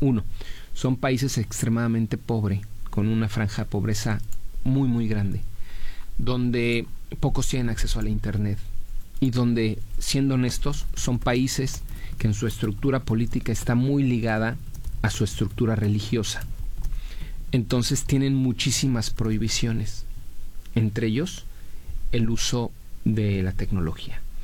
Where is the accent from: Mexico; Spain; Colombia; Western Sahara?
Mexico